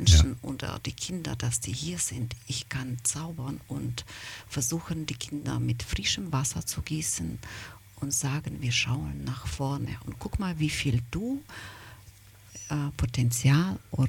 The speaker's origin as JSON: {"language": "German", "country": "Ukraine", "tie": "born or raised there", "second_language": "German", "moved": "as an adult", "lives_now": "Germany", "said": "weil ich in der Ukraine, also gebürtige Ukrainerin, in der Schule damals gearbeitet"}